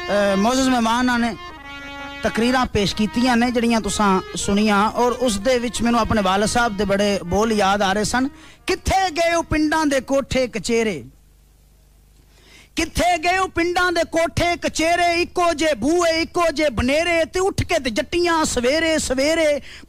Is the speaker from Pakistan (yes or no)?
yes; Pakistan